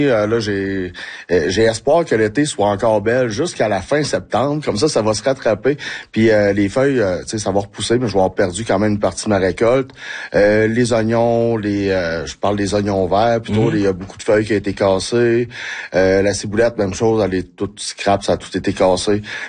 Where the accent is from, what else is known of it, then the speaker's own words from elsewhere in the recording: Sept-Îles, Quebec, Canada; quand j'étais jeune à Sept-Îles.